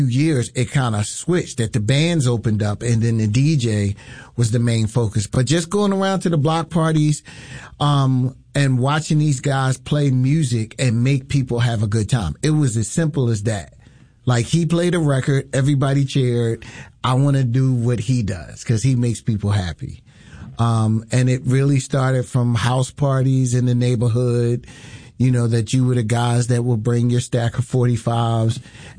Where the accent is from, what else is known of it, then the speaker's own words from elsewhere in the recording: Philadelphia, Pennsylvania, United States; I think growing up in West Philly, we would have a lot of block parties.